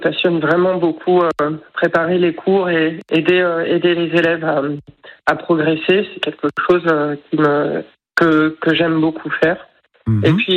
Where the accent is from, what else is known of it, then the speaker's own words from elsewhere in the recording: Chambéry, Auvergne-Rhône-Alpes, France; born there; je suis de Chambéry.